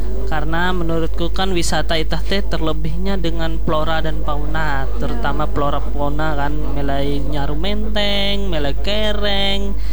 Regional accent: Palangkaraya, Central Kalimantan, Indonesia; ita sebagai anak Dayak lah asli Palangkaraya

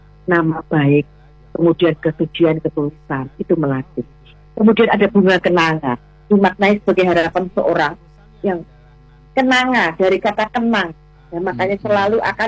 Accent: Java, Indonesia; Bureh kalau kita orang Jawa itu kan di burehkan ya, ditaruh di badan

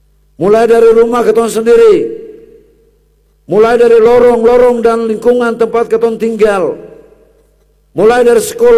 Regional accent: Ambon, Maluku, Indonesia; sebagai orang Ambon

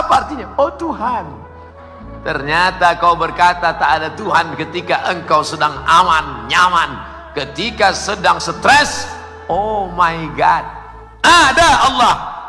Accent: Sumatra, Indonesia; now in Palu, Indonesia; Saya datang dari Sumatera, ini Palu, Sulawesi Tengah, jauh Ustadz Somad, melewati Kalimantan.

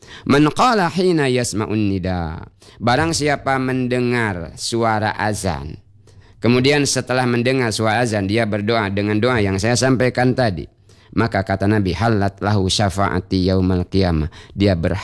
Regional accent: Bangka Belitung Islands, Indonesia; kata kita orang Bangka

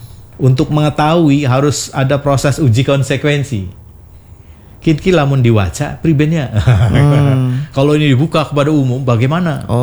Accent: Cirebon, West Java, Indonesia; bukan bermaksud saya dari Cirebon pengen bagaimana.

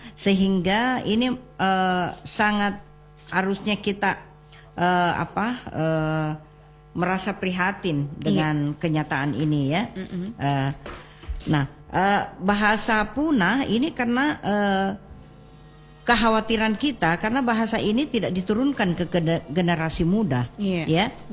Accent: South Sulawesi, Indonesia; Kalau kita orang Sulawesi Selatan itu kita Anda.

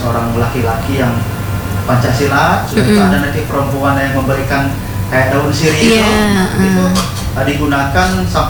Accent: Bengkulu, Indonesia; memang saya dibesarkan di Bengkulu Utara itu betul-betul dari orang tua, bapak saya dan ibu saya orang Rejang

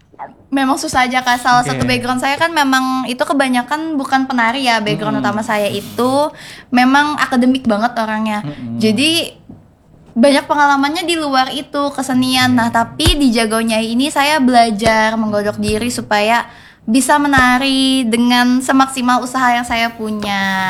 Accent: Central Kalimantan, Indonesia; Kabupaten Gunung Mas.

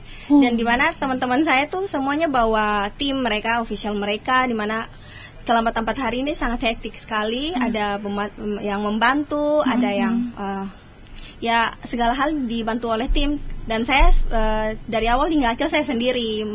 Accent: Maluku, Indonesia; di daerah saya sendiri

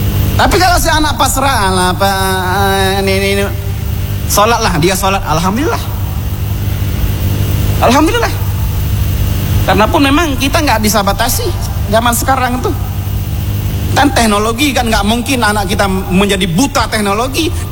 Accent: Aceh, Indonesia; aku anak Aceh, aku Muslim, maka apalagi aku membawa marwah nama Aceh

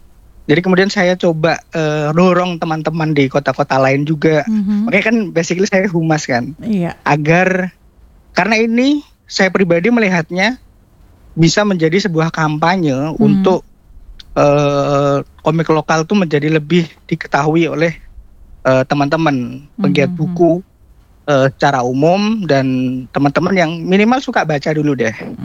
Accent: Yogyakarta, Special Region of Yogyakarta, Indonesia; moved away as an adult; now in Rote, Indonesia; saya tuh kan Jogja ya aslinya. Okay. Saya aslinya Jogja, sekarang di Rote ikut istri yang lagi dinas di sini.

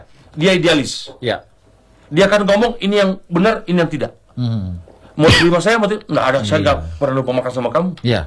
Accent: Southeast Sulawesi, Indonesia; accent: Tolaki; now in Jakarta, Indonesia; saya punya dialek itu, dialek Tolaki asli.

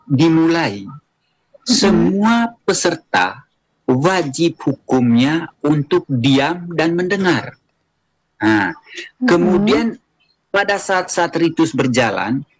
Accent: East Nusa Tenggara, Indonesia

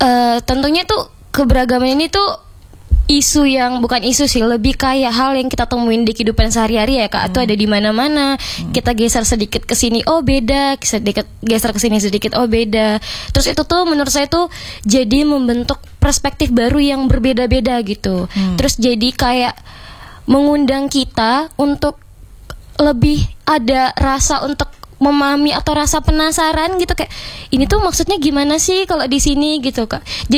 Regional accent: Batam, Riau Islands, Indonesia; now in Jember, Indonesia; Saya asli Batam, lahir di Batam, besar di Batam.

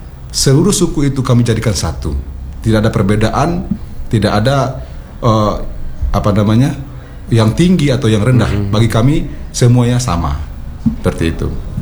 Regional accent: West Sumatra, Indonesia; pedoman kami selaku warga Minangkabau yang tentunya untuk bisa membentengi jiwa, terutama jiwa pribadi masing-masing warga Minangkabau

